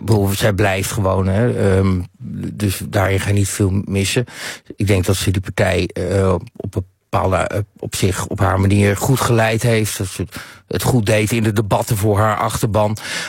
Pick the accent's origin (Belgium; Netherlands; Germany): Germany; Kijk, ik ben een Duitser, dus ik vind het altijd lastig om daarover te praten.